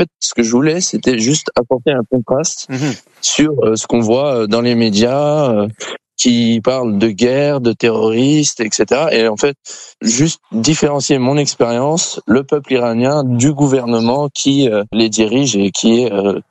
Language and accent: French; France; je suis français